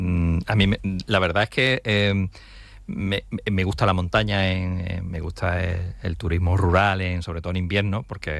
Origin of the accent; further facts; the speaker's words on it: Cádiz, Andalusia, Spain; Yo soy gaditano, yo soy playero.